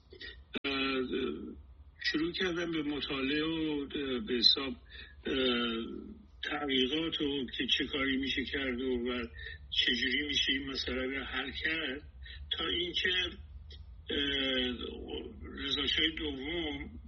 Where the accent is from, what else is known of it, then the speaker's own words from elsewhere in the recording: northern Iran, Iran; moved away as an adult; now in Washington, United States; چون من خودم شمالی هستم